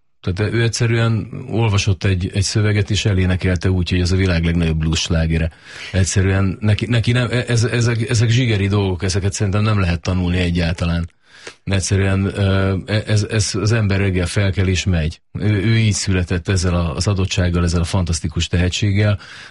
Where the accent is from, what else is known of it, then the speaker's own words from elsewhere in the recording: Borsod-Abaúj-Zemplén, Hungary; én egy vidéki srác vagyok, én Borsodból származom, és nem véletlen vágyom oda, talán még napjainkban is vissza.